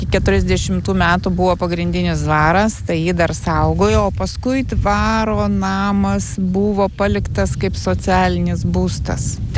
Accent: Vilnius, Vilnius County, Lithuania; Vyras iš Kauno, aš iš Vilniaus, bet visą laiką Vilniuje gyvenom ir dirbom.

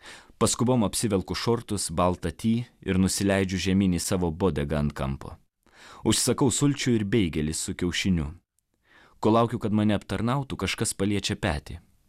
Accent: Vilnius, Vilnius County, Lithuania; now in United States; Kai augau Vilniuje per visą vaikystę

